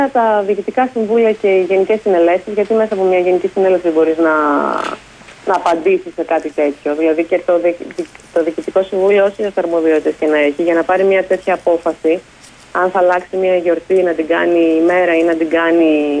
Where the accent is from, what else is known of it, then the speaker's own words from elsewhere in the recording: Greece; εμείς ως Έλληνες